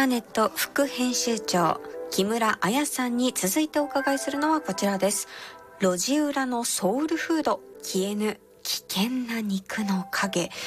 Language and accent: Japanese; Fukuoka, Japan; 私福岡出身ですし、